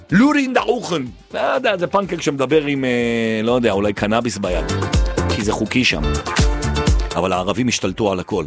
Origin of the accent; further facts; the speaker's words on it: Jerusalem, Jerusalem District, Israel; אני גם ירושלמי.